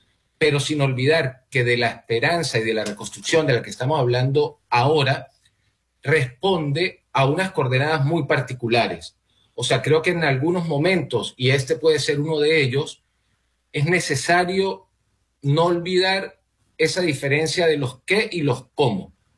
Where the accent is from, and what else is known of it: Venezuela